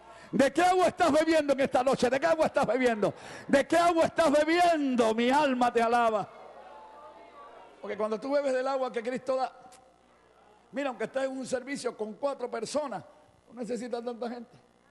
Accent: Lebanon; moved away; yo hace 40 años que tomé de esa agua. Cuando vine del Líbano para acá buscando un montón de cosas.

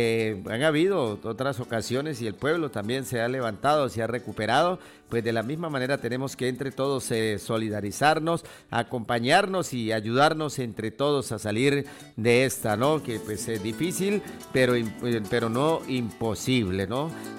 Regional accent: La Esmeralda, Arauca, Colombia; born there; recuerdo yo cuando niño que estudiaba en la Esmeralda

